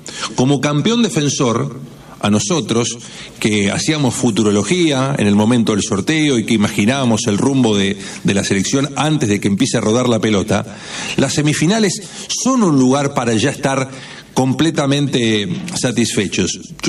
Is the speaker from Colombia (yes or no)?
no; Argentina; Y nosotros como argentinos estamos acostumbrados a sufrir